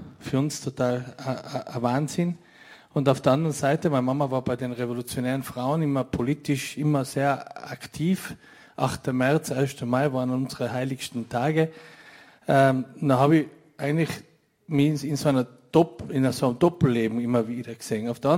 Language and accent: German; Austria; habe ich gesagt, schau, ich bin Österreicher.